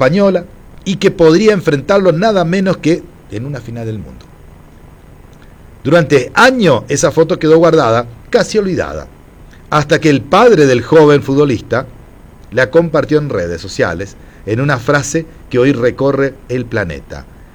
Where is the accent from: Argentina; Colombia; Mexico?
Argentina